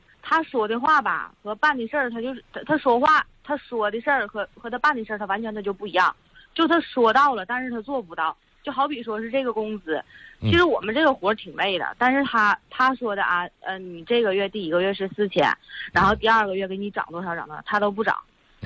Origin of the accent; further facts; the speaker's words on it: Jilin, China; moved away as an adult; now in Shenyang, China; 我老家是吉林的。